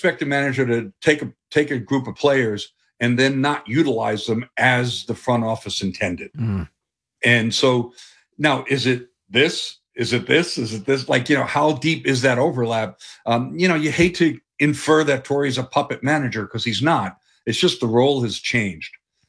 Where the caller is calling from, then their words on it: Phoenix, Arizona, United States; Wish I was clocking in from Atlanta instead of Phoenix.